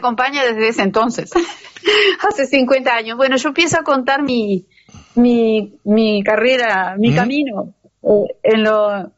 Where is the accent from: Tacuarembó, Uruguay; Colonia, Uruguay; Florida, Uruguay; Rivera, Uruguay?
Florida, Uruguay; Sarandí Grande; pues yo crecí en el campo, cerca de Sarandí, pero crecí en el campo